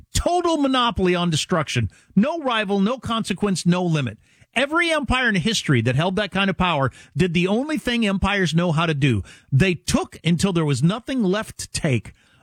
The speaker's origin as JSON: {"language": "English", "region": "South Dakota", "country": "United States", "said": "I'm from South Dakota and I can't think of it. Mount Rushmore. I went to Mount Rushmore every single year of my life."}